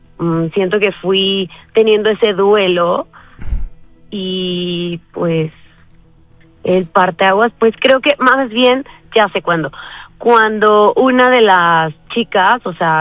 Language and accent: Spanish; Mexico City, Mexico; Sí, claro, soy de Ciudad de México y tengo 40 años.